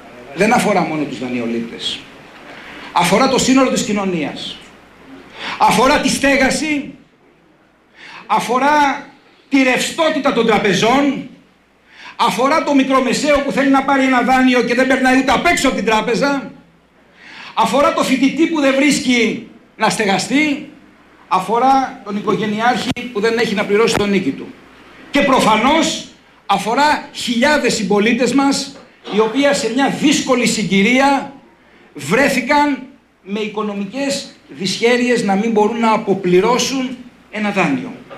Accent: Ionian Islands, Greece; Κάθε φορά που πατάω το πόδι μου στον τόπο μου νιώθω μια ιδιαίτερη συγκίνηση

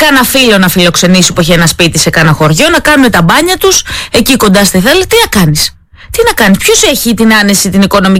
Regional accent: Greece; now in Athens, Greece; σαν Έλληνες

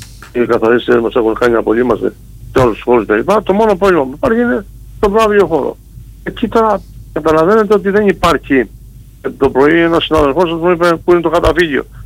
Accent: Volimes, Ionian Islands, Greece; στο χωριό μου, στις Βολίμες.

